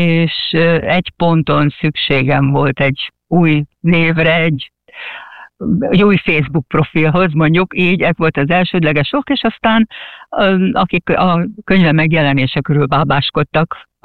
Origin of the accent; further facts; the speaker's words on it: Hungary; now in England; Én úgy kerültem Angliába, nem úgy, mint a honfitársak többsége, hogy új munka, karrier lehetőség. Én szerelemből mentem Angliába.